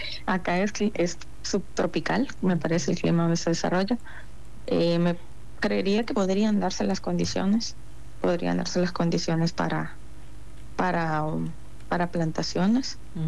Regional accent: El Salvador; moved away as an adult; now in Argentina

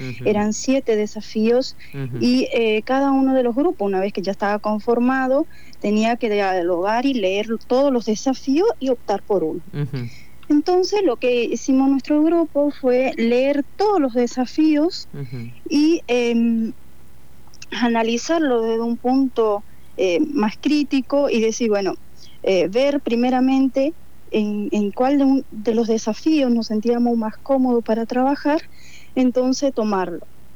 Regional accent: Las Tunas, Misiones, Argentina; moved away as an adult; now in Apóstoles, Argentina; Bien, yo soy de Las Tunas. Uh-huh. Me trasladé hasta la ciudad de Apóstoles para poder seguir la carrera del profesorado en computación.

